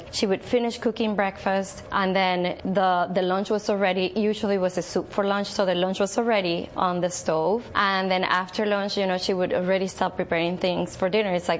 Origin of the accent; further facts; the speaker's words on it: Venezuela; moved away as an adult; also born or lived in Caracas; now in Wisconsin, United States; Soy de Venezuela y llegué a Wisconsin hace 25 años ya.